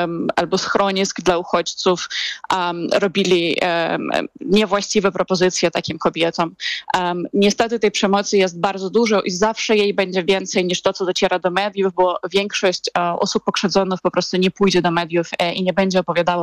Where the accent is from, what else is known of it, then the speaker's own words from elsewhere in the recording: Ukraine; Polish is a second language; moved away as an adult; now in Poland; doświadczam tego również jako osoba z Ukrainy, mimo że mieszkam w Polsce ponad 12 lat, mimo że absolutnie jestem zintegrowaną migrantką.